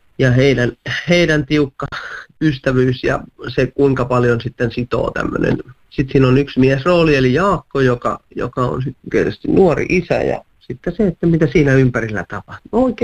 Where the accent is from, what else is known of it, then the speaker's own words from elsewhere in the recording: Lahti, Päijät-Häme, Finland; mä olen itse lahtelainen